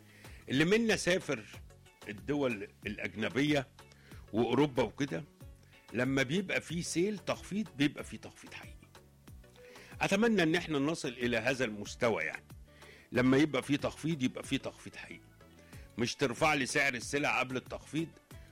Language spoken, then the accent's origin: Arabic; Egypt; كمستهلكين كمصريين